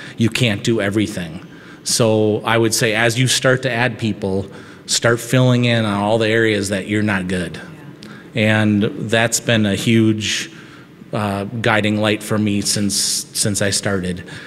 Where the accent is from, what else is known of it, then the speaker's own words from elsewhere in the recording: Albert Lea, Minnesota, United States; I grew up in Albert Lea